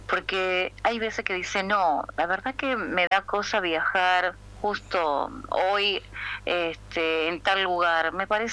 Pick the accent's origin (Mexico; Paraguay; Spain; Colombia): Paraguay; now in Argentina; paraguaya, vivo en Argentina hace más de 20 años.